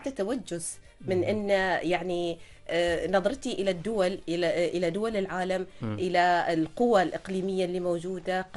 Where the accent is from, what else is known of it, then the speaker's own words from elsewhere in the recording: Oman; نلاحظ أن إحنا كعمانيين نشعر بالفخر أن إحنا معانا تاريخ.